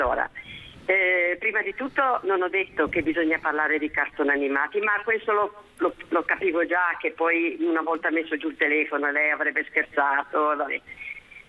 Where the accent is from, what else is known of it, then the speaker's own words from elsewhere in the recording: Genoa, Liguria, Italy; Ma non noi perché siamo bianchi e siamo di Genova e siamo